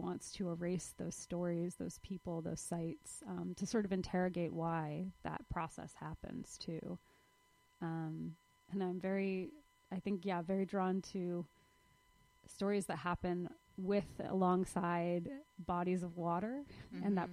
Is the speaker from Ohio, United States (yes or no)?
no; Florida, United States; being a young queer person who felt a little out of place and alienated growing up in Florida